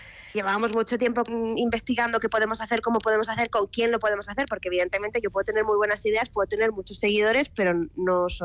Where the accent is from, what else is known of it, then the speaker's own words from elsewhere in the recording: Zaragoza, Aragon, Spain; yo soy zaragozana